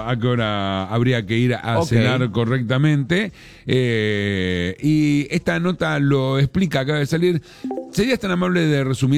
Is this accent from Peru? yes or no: no; Bolivia; Yo como boliviano, 8:30 ya estamos cenando